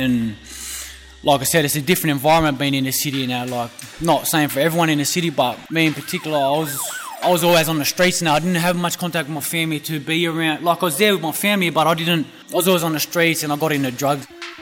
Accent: Mount Druitt, New South Wales, Australia; I grew up in Mount Druitt all my life.

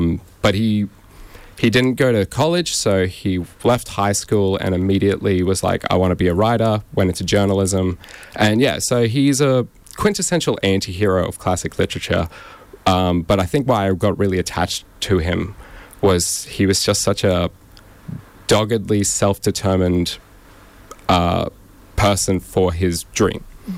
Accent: Brisbane, Queensland, Australia; I am from Brisbane.

